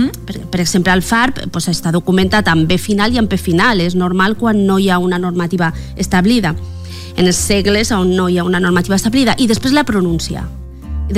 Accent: Bicorb, Valencian Community, Spain; now in Meliana, Spain; Jo sóc de Bicorb

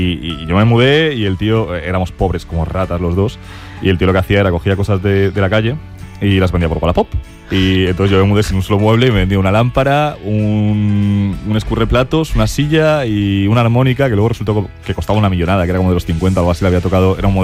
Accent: Poland; Porque yo soy polaco, mi padre es polaco

